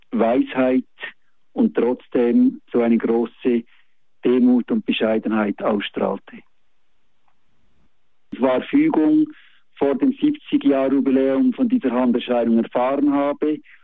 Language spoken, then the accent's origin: German; Lucerne, Switzerland; now in Eastern Switzerland; Ich bin in der Innerschweiz in Luzern aufgewachsen und ging oft mit meinen Eltern zu Bruder Klaus.